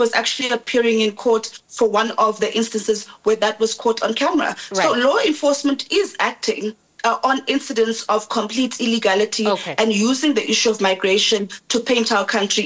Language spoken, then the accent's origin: English; South Africa